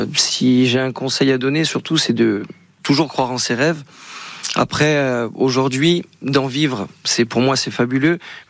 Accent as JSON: {"language": "French", "town": "Ajaccio", "region": "Corsica", "country": "France", "tie": "born or raised there", "lives_now": "Ocana, France", "said": "Alors moi je suis né sur Ajaccio."}